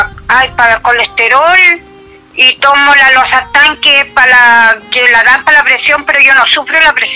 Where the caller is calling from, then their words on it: Chiguayante, Biobío, Chile; Yo soy de Chiguayante.